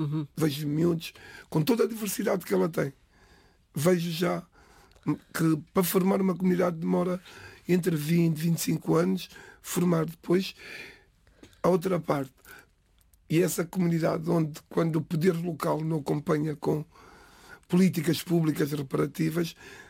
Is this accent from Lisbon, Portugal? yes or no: yes; Lisbon, Portugal; born there; first language Cape Verdean Creole; Portuguese is a second language; Quando apresento, falo quem sou, de onde vim. E chegou a 2023, toda a gente já sabe, sim, eu falo das Fontinhas.